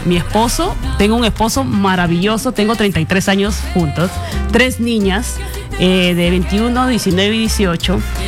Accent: Motupe, Lambayeque, Peru; moved away; cuando regreso a Motupe. El lugar no es, pues, son personas muy humildes, pero regresar a mi pueblo es algo muy significativo

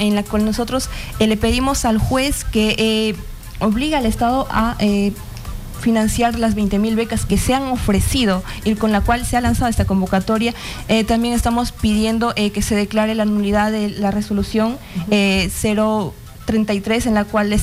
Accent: Cajamarca, Peru; Bueno, yo soy de Cajamarca, ¿no? Y soy también, al igual que mi compañera, la primera generación de mi familia, ¿no?, que puede acceder a la universidad.

